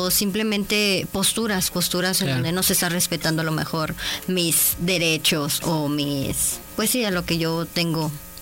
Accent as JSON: {"language": "Spanish", "region": "Tamaulipas", "country": "Mexico", "said": "yo soy de Tamaulipas"}